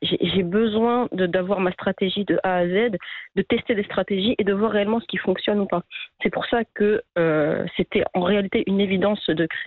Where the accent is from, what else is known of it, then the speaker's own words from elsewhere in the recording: France; je suis née et j'ai grandi en France.